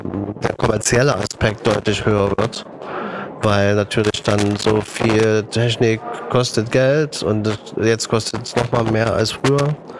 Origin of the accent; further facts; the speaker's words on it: Germany; ich bin an der DDR groß geworden.